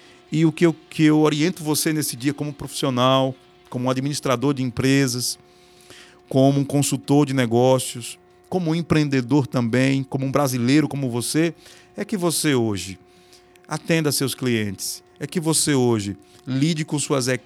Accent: Brazil; eu também sou brasileiro

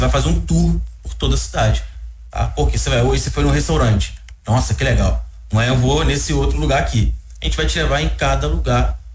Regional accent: Muriaé, Minas Gerais, Brazil; Sou mineiro, sou de Muriaé, sou muriense, né?

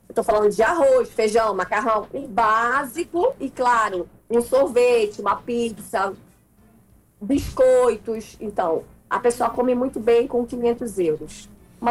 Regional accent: Santana, Amapá, Brazil; moved away as an adult; now in Braga, Portugal; Sou amapaense.

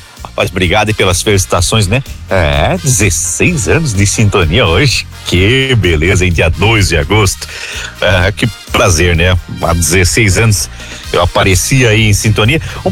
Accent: Gilberto Leal, Brazil; aqui na minha terra natal, Gilberto Leal

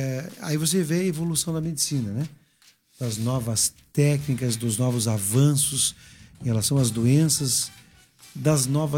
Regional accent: Curitiba, Paraná, Brazil; born there; moved away as an adult; also born or lived in São Paulo; Que eu e minha esposa somos de lá, né? Nós somos de Curitiba, nascidos lá também.

